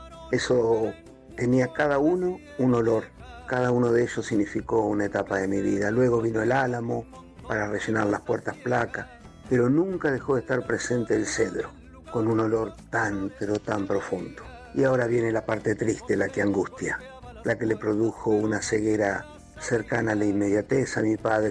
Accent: San Juan, Argentina; Mi infancia en San Juan me llevaba los fines de semana a la quinta de mi abuela

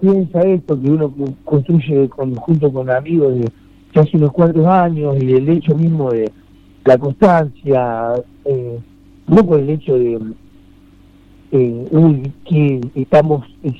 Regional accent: Caracas, Capital District, Venezuela; somos orgullosamente caraqueños y es como más que la ciudad de donde nos formamos

